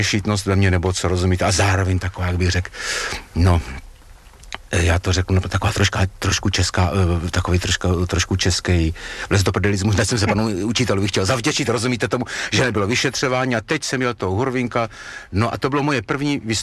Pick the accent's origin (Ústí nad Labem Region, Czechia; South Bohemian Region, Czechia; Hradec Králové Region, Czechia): Hradec Králové Region, Czechia; Smiřice; a když se u nás ve Smiřicích najednou objevila cedulka, že pan profesor Skupa zavítal k nám se svým loutkovým divadlem